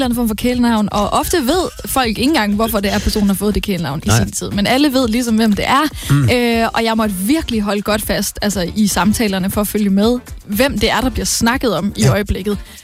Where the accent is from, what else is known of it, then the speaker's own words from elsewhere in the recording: Lønstrup, North Denmark Region, Denmark; moved away; jeg var en tur hjemme i Lønstrup, hvor jeg kommer fra.